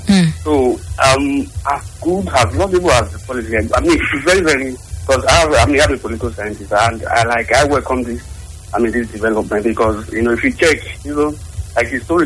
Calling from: Benin City, Edo, Nigeria; I'm calling from Benin.

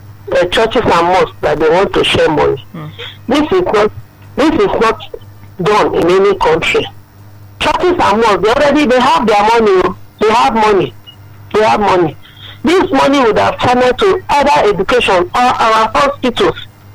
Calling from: Lagos, Nigeria; I'm calling from Abanja in Ikoto.

